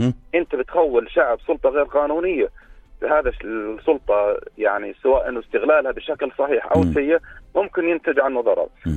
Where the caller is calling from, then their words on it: Jordan; انا مواطن اردني